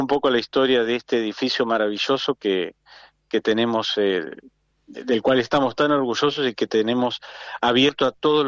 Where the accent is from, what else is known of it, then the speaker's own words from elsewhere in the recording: Bahía Blanca, Buenos Aires Province, Argentina; born there; accent: provinciano; moved away as an adult; now in La Plata, Argentina; Soy provinciano, soy nacido en Bahía Blanca. Y como tanta gente de la provincia, vinimos a estudiar a La Plata y acá nos quedamos, digamos.